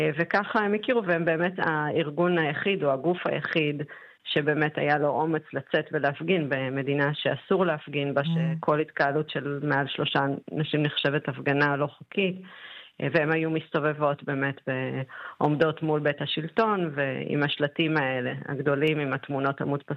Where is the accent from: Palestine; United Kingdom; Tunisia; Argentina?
Argentina; now in Israel; וכמוני שבעצם אני ישראלית, אבל אני גם מאוד ארגנטינאית בו זמנית.